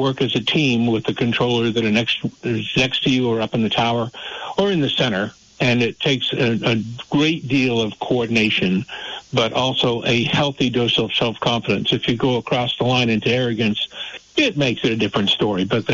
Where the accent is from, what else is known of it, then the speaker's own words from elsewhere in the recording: Massachusetts, United States; moved away as an adult; now in Richmond, Vermont, United States; because I was brought up in the North Shore of Boston.